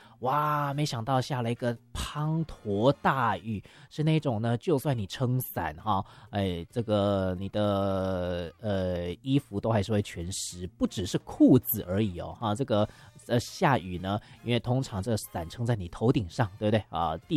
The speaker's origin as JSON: {"language": "Chinese", "region": "northern Taiwan", "country": "Taiwan", "said": "像我是北部人嘛哈，"}